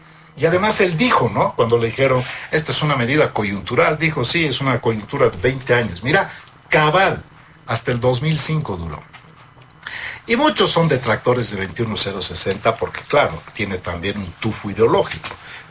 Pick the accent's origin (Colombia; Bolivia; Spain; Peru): Bolivia